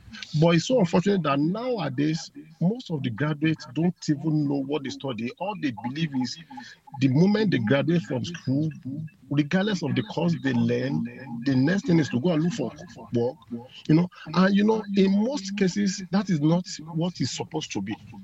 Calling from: Obada, Nigeria; I'm calling from Obada.

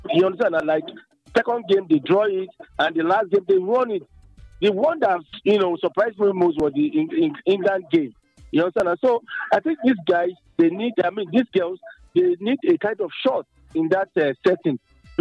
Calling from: Abeokuta, Ogun, Nigeria; I'm calling you from Ishaga, Willie Abeokuta.

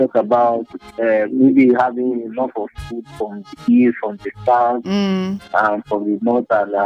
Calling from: Nigeria; We in Nigeria.

